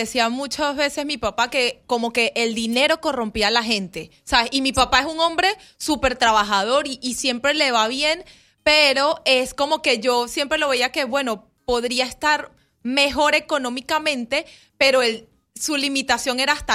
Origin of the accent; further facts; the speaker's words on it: Venezuela; Yo soy venezolana, yo crecí